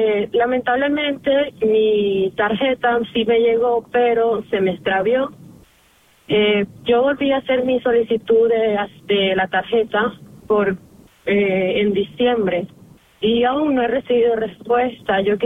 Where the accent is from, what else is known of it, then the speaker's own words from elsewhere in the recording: Venezuela; now in Austin, United States; yo soy de Venezuela